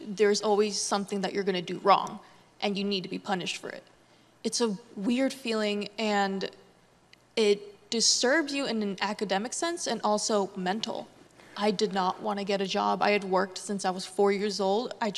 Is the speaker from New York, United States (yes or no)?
no; Los Angeles, California, United States; moved away as an adult; now in Santa Barbara, United States; I grew up in LA, raised and born, or born and raised, actually, not the reverse.